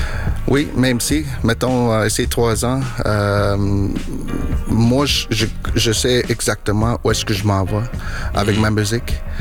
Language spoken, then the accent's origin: French; Quebec, Canada; moved away; j'ai grandi dans le Nord, puis de démarrer à Montréal, surtout dans une grande ville